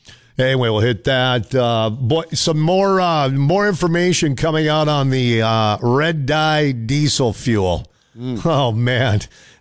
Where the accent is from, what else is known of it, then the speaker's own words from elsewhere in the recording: Minnesota, United States; moved away; born and raised on Minnesota's Iron Range. Love my home state.